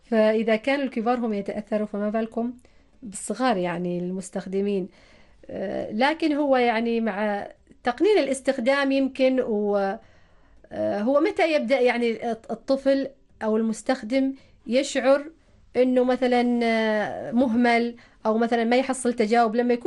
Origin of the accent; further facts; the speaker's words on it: Oman; أنا مثلا كعماني كمسلم